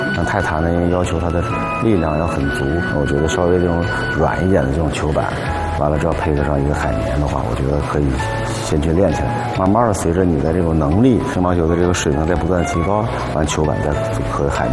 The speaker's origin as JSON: {"language": "Chinese", "country": "China", "said": "我们这个中国人"}